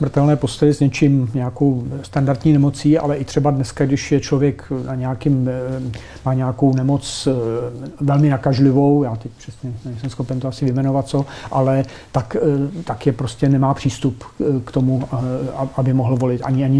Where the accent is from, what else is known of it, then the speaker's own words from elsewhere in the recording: Kladno, Central Bohemian Region, Czechia; já jsem z Kladna